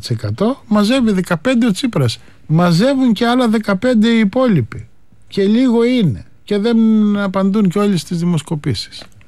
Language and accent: Greek; Skala Kamineon, North Aegean, Greece; Το σήκωσες όταν περνάγανε 10.000 μετανάστες κάθε μέρα από την Τουρκία απέναντι στη σκάλαση Καμινέα στην πατρίδα μου.